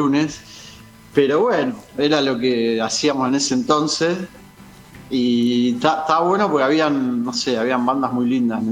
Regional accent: La Plata, Buenos Aires Province, Argentina; soy de La Plata

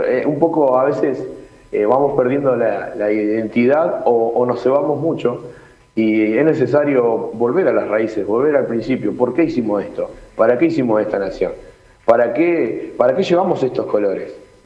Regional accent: Bahía Blanca, Buenos Aires Province, Argentina; Y esto es Bahía, justamente. Nosotros todo eso lo agarramos, esa esencia bahiense

